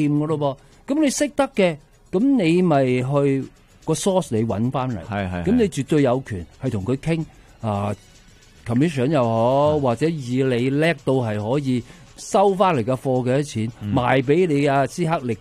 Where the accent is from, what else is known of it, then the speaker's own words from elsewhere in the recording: Hong Kong; 我喺香港長大，喺呢幾十年，即係嗰幾十年裏面咧，大家就會睇得到香港人咧嗰種拼搏精神。